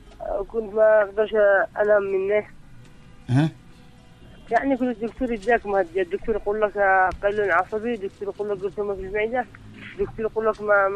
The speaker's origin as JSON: {"language": "Arabic", "region": "Ibb", "country": "Yemen", "lives_now": "Sanaa, Yemen", "said": "انا من اب."}